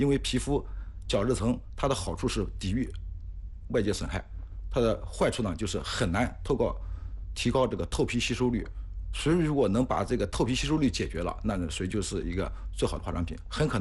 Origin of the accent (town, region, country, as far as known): China